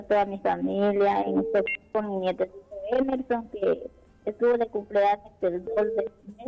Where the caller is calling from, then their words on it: Quiché, Guatemala; Yo soy del Quiché.